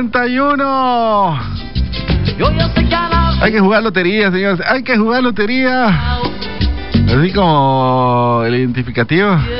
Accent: Chetumal, Quintana Roo, Mexico; aquí en la península de Yucatán. Cabezones somos. Pero chetumaleños nacimos.

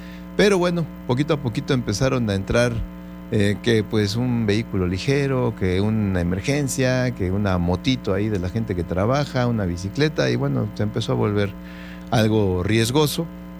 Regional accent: Mexico; cómo somos los mexicanos

